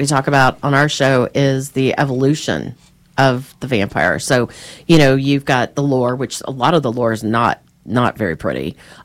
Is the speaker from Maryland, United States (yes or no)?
no; Kentucky, United States; I'm from Kentucky.